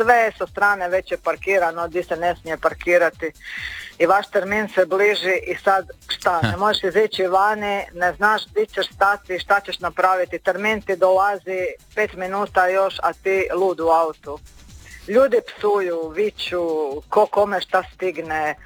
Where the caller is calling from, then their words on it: Pula, Istria County, Croatia; Ja sam iz Pule.